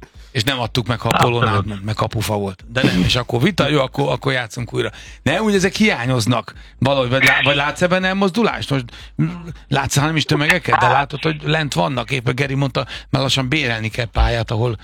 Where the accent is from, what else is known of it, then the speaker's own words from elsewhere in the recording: Budapest, Hungary; a 11. kerületben én felnőttem